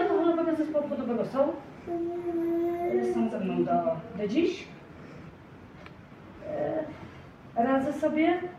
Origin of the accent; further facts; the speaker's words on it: Toruń, Kuyavian-Pomeranian Voivodeship, Poland; born there; also born or lived in Łódź; bo jestem z Łodzi. Mnie znalazł w szpitalu zakaźnym. I z tego, co mi opowiadali, to minęło równo 9 miesięcy, kiedy oni się zdecydowali, najpierw był mój starszy brat Paweł, a po 9 miesiącach przybyłam ja do Turnia.